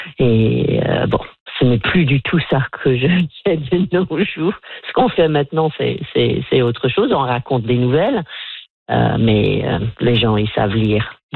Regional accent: Nova Scotia, Canada; born there

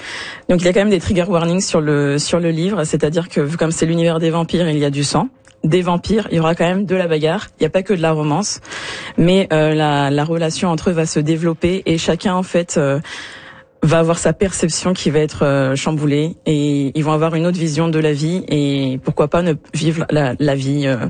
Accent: France; Ben, parce que je suis française

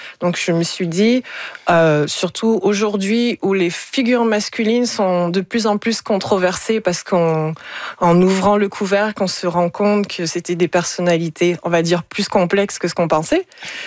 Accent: Gabon; moi, j'ai grandi au Gabon.

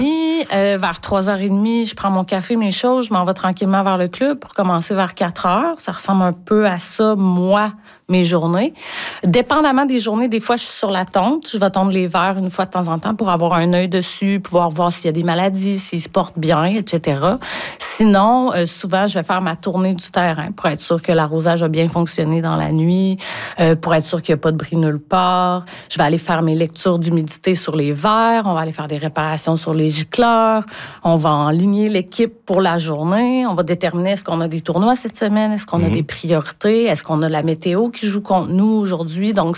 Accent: Clarke City, Quebec, Canada; moi, je suis originaire de Clarkcité, donc c'est à côté.

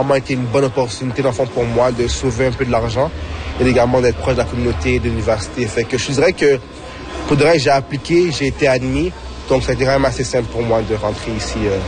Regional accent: Montreal, Quebec, Canada; moved away as an adult; now in Vancouver, Canada; moi je viens de Montréal, quand je viens de Montréal

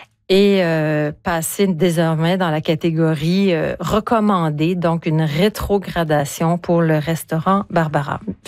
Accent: Quebec, Canada; Parce que quand on est Québécois, le sirop d'érable, ça nous coule dans les veines. Donc, j'avais une attache émotive.

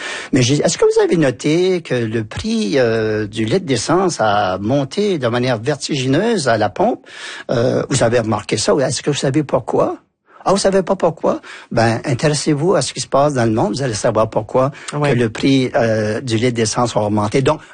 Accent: Acadia, Canada; also born or lived in Paris

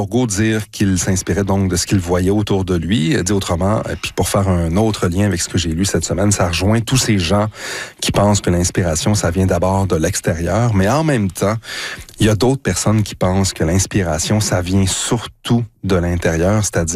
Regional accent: Drummondville, Quebec, Canada; moved away; si je retourne à Drummondville, là où j'ai grandi

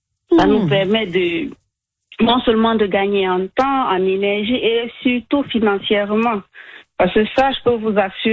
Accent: Cameroon; moved away as an adult; now in Regina, Canada; Je viens du Cameroun

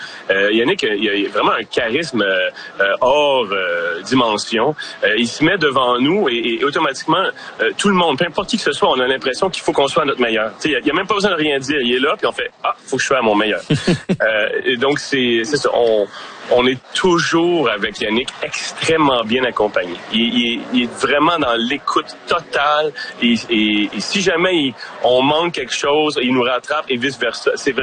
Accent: Repentigny, Quebec, Canada; Moi, je viens de Lanaudière. C'est un petit gars de Repentigny.

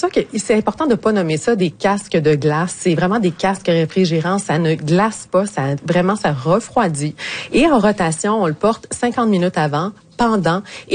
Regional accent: Montreal, Quebec, Canada; j'ai fait moi-même ma chimiothérapie, entre autres, en Gaspésie, à Gaspé et à Chandler, même si je viens de Montréal.

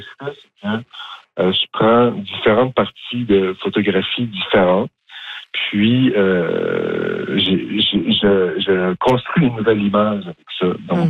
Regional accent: Quebec, Canada; now in Maisonnette, Canada; Oui, je suis originaire des Cantons de l'Est, mais j'habite à Montréal un petit bout.

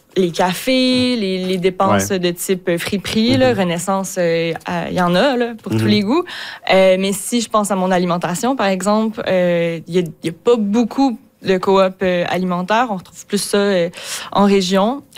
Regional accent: Quebec, Canada; je ne viens pas de Montréal, je ne suis pas née là-bas. Du village où je viens, au centre du Québec, il n'y avait plus d'épicerie, il n'y avait plus de garage et le dépanneur allait fermer.

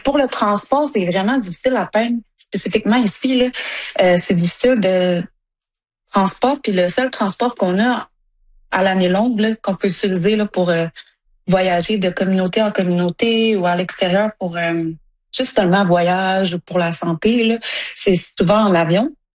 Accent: Sept-Îles, Quebec, Canada; Ben moi j'ai grandi à Sept-Îles

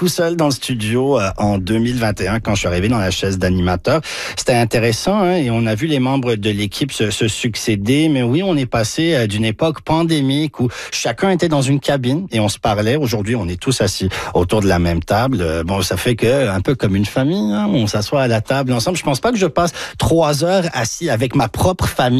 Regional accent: Toronto, Ontario, Canada; quand j'étais petit en grandissant en français à Toronto.

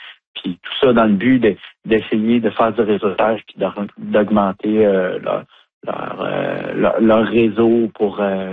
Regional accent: Quebec, Canada; En fait, moi, je viens du Québec, là, à la base, là, quand je suis arrivé ici, je me suis dit, crime, ça n'a pas de bon sens, tout le talent qu'il y a.

